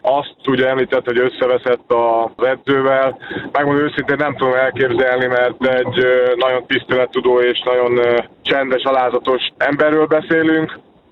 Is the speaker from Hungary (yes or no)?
yes; Hungary; én magyarként büszke vagyok rá